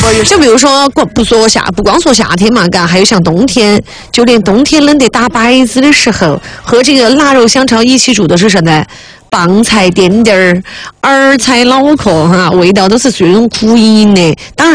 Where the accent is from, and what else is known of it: Sichuan, China